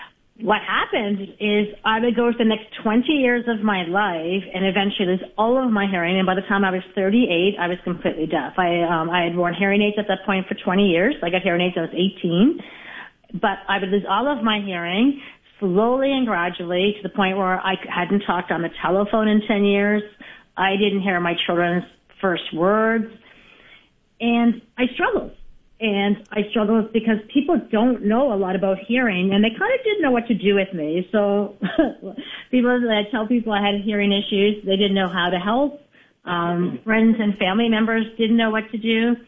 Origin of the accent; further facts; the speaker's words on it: Nova Scotia, Canada; I was raised in the East Coast, Canada, in Nova Scotia